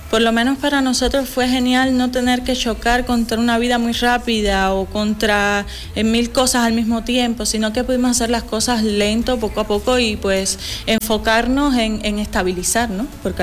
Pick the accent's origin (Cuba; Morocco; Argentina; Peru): Cuba; now in Lugo, Spain; Venimos desde Cuba, vine con mi familia y pues me he enfocado en dar a conocer todo lo que he podido de este proceso en redes sociales.